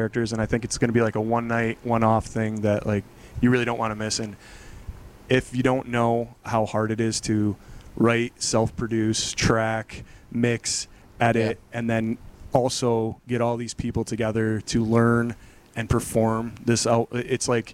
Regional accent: Phelps, New York, United States; I was from Phelps, sauerkraut capital of the world.

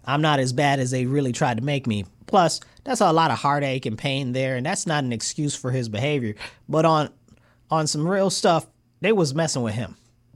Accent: United States; I'm American. I only got one country and I'm black American.

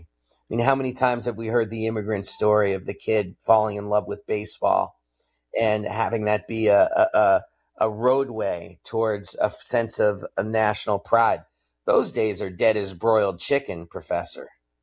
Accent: New York City, New York, United States; I'm from New York City.

